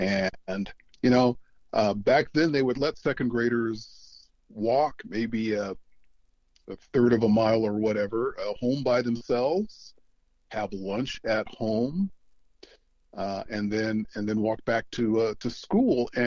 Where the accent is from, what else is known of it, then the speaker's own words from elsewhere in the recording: Junction City, Kansas, United States; also born or lived in Chicago, United States / Okinawa, Japan; I'm a military kid. I am. A native of Chicago, but I did not grow up there. My dad was in the Army, so I did a lot of growing up on Okinawa, Japan. We had two tours there. I did a lot of growing up in Junction City, Fort Riley, Kansas.